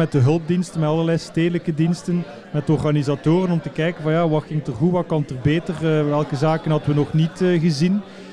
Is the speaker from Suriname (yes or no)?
no; Ghent, Flanders, Belgium; En dat is altijd iets om kippenvel van te krijgen als Gentenaar